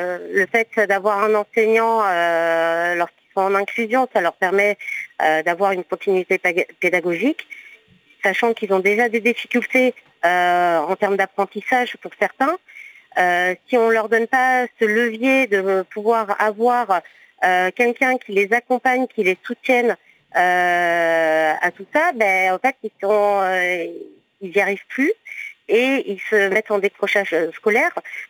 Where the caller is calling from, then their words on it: Paris, Île-de-France, France; Nous, aux on est dans Paris 13e.